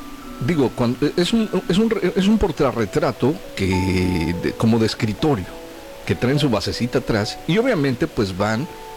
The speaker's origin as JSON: {"language": "Spanish", "town": "Tulancingo", "region": "Hidalgo", "country": "Mexico", "tie": "born or raised there", "moved": "yes", "lives_now": "Poza Rica, Mexico", "said": "yo viajé un fin de semana a la ciudad de Tulancingo, de donde soy nativo"}